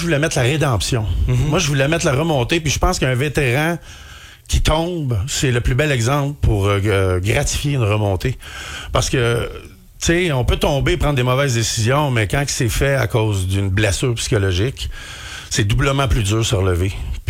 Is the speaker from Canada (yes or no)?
yes; Quebec, Canada; first language French; moi, en plus, je suis un Québécois